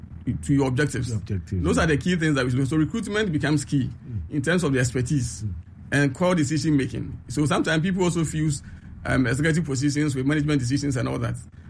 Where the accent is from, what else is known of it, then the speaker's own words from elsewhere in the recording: Ghana; I have all the respect for Ghanaians, I'm a Ghanaian myself and all